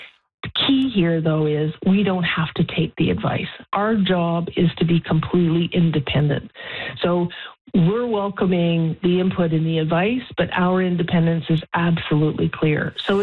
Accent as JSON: {"language": "English", "country": "Canada", "said": "I'm proudly Canadian"}